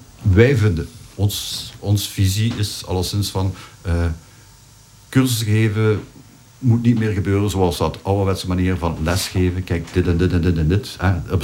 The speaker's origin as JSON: {"language": "Dutch", "region": "Limburg", "country": "Belgium", "said": "Wij komen uit de Maasland."}